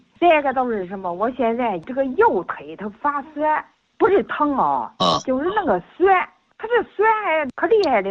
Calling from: Shijiazhuang, Hebei, China; 我都是石家庄的。

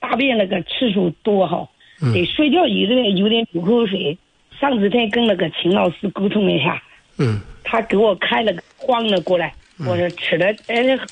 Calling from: Liaoning, China; 我是辽宁的

